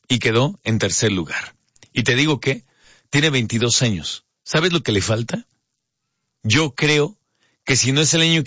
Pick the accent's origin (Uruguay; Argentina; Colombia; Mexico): Mexico; Ese es el lugar, por cierto, perdón, donde nos reunimos como mexicanas y mexicanos a celebrar, a pasarla bien y a reconocer lo que sea reconocible que pueda ser México y que pueda representarnos como país y como gente, ¿no?